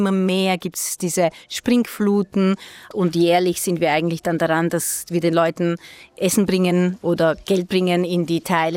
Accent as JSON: {"language": "German", "country": "Hungary", "second_language": "German", "moved": "as an adult", "lives_now": "Vientiane, Laos", "said": "Ich finde, es ist meinem Heimatland Ungarn sehr ähnlich, weil es ist, die Leute verbringen gerne Zeit gemeinsam um ein Bier herum oder etwas Stärkeres herum."}